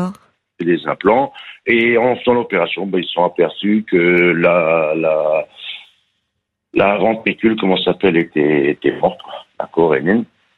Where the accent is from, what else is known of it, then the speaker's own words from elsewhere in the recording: Pays de la Loire, France; Bon, je suis de Loire-Atlantique.